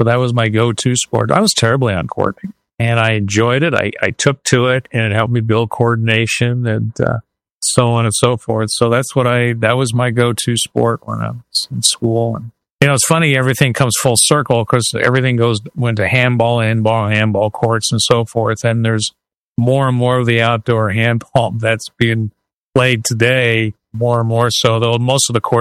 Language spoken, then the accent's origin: English; Los Angeles, California, United States; moved away as an adult; I live out here right now in the Los Angeles area. I was born and raised in a suburb here in Los Angeles. And that's where I grew up, went to school, and came back to after I retired from the Air Force.